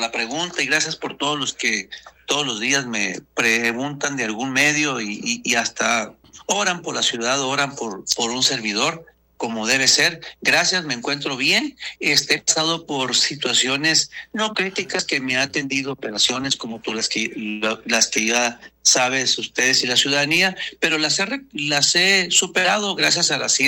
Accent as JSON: {"language": "Spanish", "town": "Naco", "region": "Sonora", "country": "Mexico", "tie": "born there", "also_born_or_lived": "Agua Prieta, Sonora", "moved": "yes", "lives_now": "Nogales, Mexico", "said": "Aquí en Nogales yo me formé profesionalmente, aquí estudié en el Tecnológico. En Naco nací, en Agua Prieta hice mi prepa, en Cananea fui deportista, en Imuris fui una persona que trabajaba ahí"}